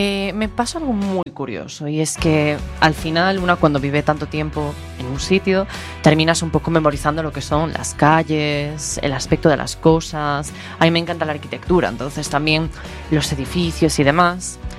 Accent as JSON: {"language": "Spanish", "region": "Galicia", "country": "Spain", "moved": "yes", "lives_now": "Brussels, Belgium", "said": "como español y como gallego también."}